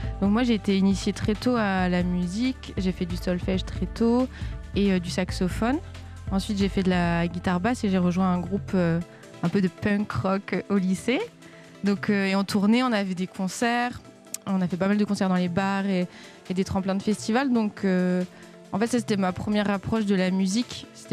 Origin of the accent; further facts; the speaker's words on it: Normandy, France; moved away; je suis de Normandie